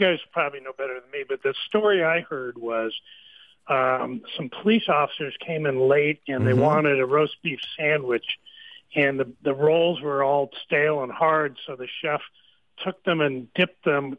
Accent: California, United States; Oh, well, I grew up in the East Bay, so I did eat at Doggy Diner.

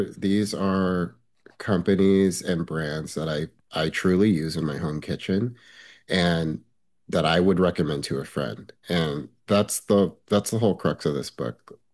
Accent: Monterey Park, California, United States; where I grew up in Monterey Park

